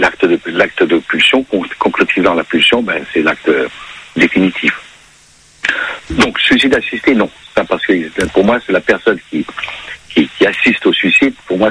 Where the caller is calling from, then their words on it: Paris, Île-de-France, France; je suis sur Paris